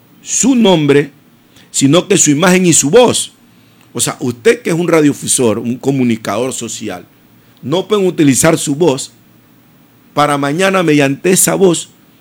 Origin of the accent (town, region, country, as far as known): Ecuador